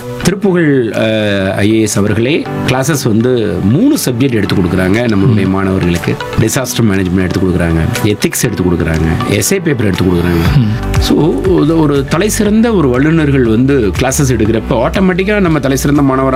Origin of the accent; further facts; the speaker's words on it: Alanganallur, Tamil Nadu, India; moved away as an adult; அலங்காநல்லூர் என்னுடைய சொந்த ஊர். சென்னைக்கு வந்து ஐஏஎஸ் படிப்பதற்காக போனேன்